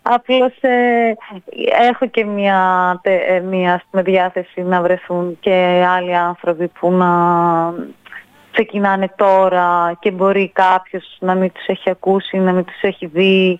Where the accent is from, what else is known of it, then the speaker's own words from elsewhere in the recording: Thessaloniki, Central Macedonia, Greece; now in Athens, Greece; στην πόλη μου τη Θεσσαλονίκη